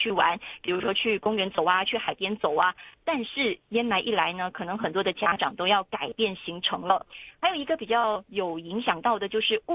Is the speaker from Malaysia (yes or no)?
yes; Malaysia; 所以这可能是我们马来西亚人可能要特别留意的一个地方。